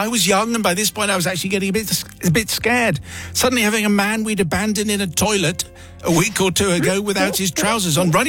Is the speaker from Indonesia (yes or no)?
no; England, United Kingdom; moved away as an adult; My confession goes back to the early 90s when I was young and had handed myself a lovely job as an English nanny in Southern California.